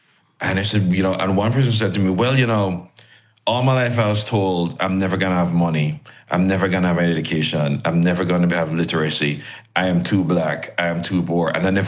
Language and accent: English; Jamaica